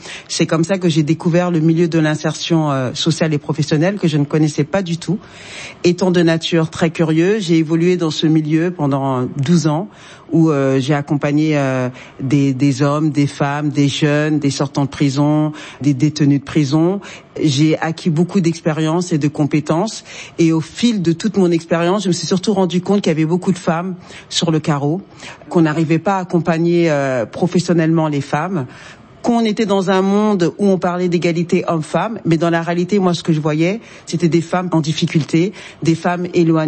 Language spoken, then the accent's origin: French; France; born there; mes parents sont d'origine du Mali. Moi, je suis née en France